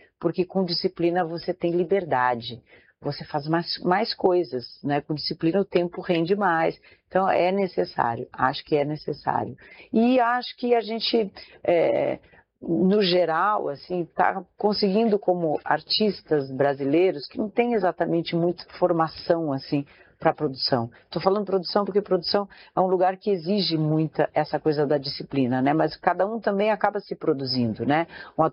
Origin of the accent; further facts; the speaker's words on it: Brazil; Não, porque eu, como brasileira, né? Eu tenho muita fé.